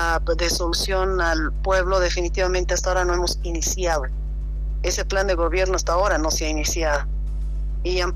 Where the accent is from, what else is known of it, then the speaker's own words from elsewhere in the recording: Santa Cruz, Bolivia; mi querida tierra o algunos personajes de mi tierra, Santa Cruz